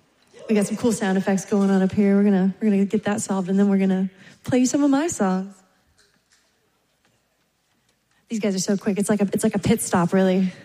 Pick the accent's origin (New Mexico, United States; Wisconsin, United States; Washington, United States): Washington, United States; Seattle; I'm from Seattle, and I'm really happy to be here in Nashville.